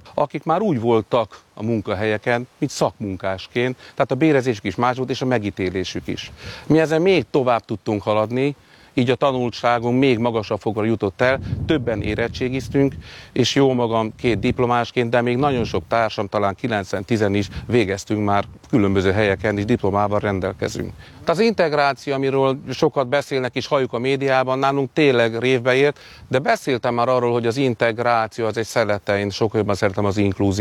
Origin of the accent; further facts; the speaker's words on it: Hungary; én is magyar ember vagyok. Csak mellette cigány identitástudattal is rendelkezem természetesen.